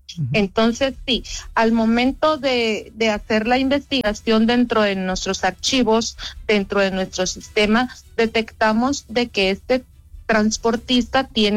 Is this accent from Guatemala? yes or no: yes; Guatemala; a todos como guatemaltecos nos afecta en general.